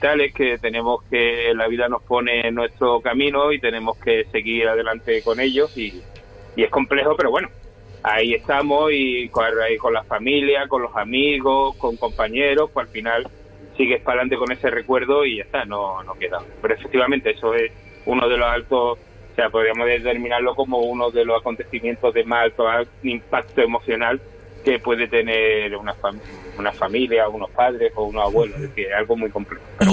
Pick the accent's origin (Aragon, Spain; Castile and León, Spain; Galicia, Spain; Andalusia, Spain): Andalusia, Spain; soy de Andalucía Occidental.